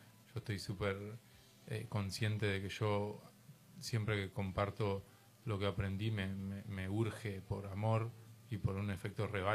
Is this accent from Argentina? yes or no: yes; Argentina; somos italianos y somos españoles, en un 80% de nuestra sangre, de nuestras raíces argentinas, viene de Italia y de España, y nosotros no hablamos español. realidad hablamos castellano de Castilla.